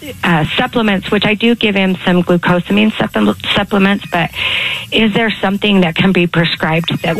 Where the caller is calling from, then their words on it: Ogden, Utah, United States; I'm calling from Ogden.